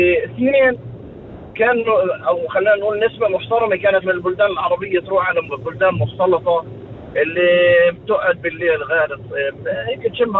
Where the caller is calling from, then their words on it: Sakhnin, Northern District, Israel; من سخنية.